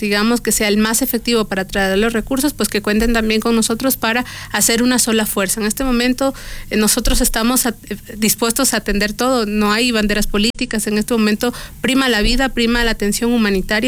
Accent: Ecuador; Aquí estamos haciendo patria desde el Ecuador

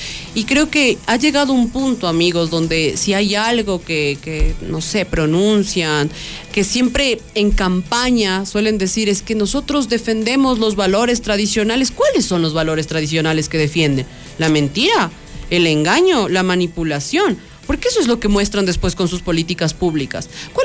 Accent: Ecuador

